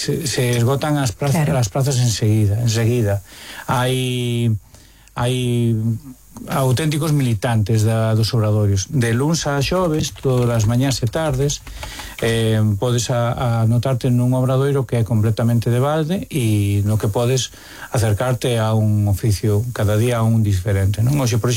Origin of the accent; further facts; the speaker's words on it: Santiago de Compostela, Galicia, Spain; eu son de Santiago e teño que comer fora